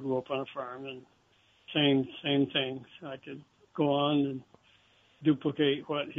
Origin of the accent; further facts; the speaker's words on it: Hinesburg, Vermont, United States; I grew up in Hinesburg.